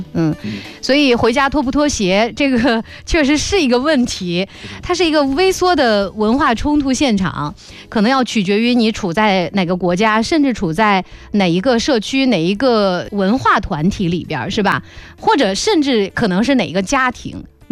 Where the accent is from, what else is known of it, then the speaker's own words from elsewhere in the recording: Zhejiang, China; moved away; 就像我老家浙江农村